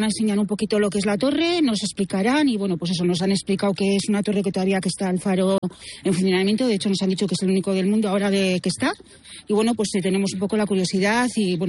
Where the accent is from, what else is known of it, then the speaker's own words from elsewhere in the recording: Lerín, Navarre, Spain; Y venimos de Lerín. Entonces, somos un grupo de jubilados que se hace en el pueblo